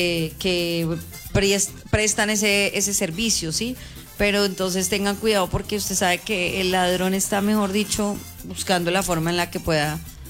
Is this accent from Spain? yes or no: no; Colombia; ¿Cuántos somos colombianos?